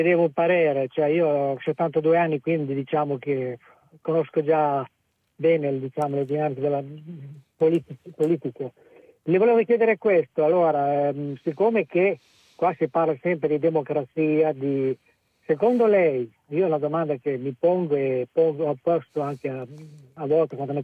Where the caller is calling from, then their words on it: Bologna province, Emilia-Romagna, Italy; io sono da Bologna, in provincia.